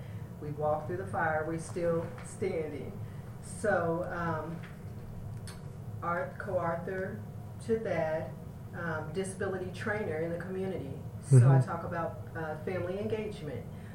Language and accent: English; Kansas City, United States; moved away as an adult; now in Arkansas, United States; So, but Kansas City, moved to Arkansas to be with my husband's family in 2017. And so, yeah, that's how I got to Arkansas.